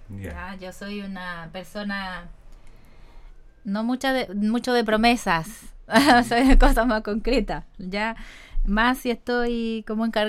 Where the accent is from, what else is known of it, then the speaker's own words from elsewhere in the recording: Longaví, Maule, Chile; los longavianos